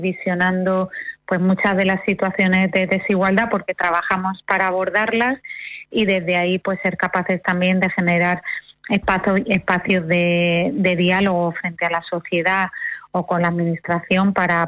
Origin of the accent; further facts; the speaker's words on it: Andalusia, Spain; en todo lo que es nuestro territorio andaluz